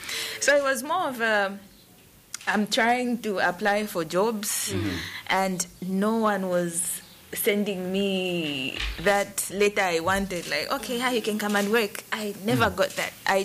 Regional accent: Zambia; I'm from Zambia.

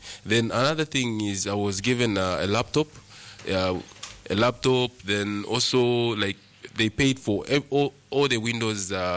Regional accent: Zambia; my home country, which is here in Zambia.

